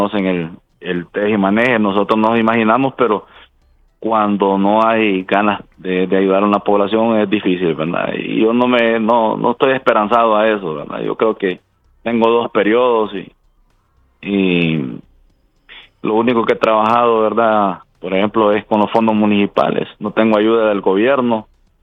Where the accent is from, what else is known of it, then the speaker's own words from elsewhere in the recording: El Paraíso, Honduras; Somos los municipios del Corredor Seco, y somos municipios del sur del Paraíso